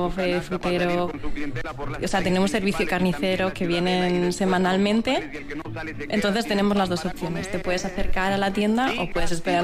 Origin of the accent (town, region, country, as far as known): Aria, Navarre, Spain